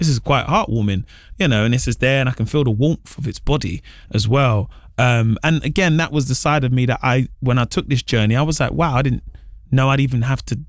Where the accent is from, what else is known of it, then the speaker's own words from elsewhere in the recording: London, United Kingdom; I come from London. I grew up in a working class environment on an estate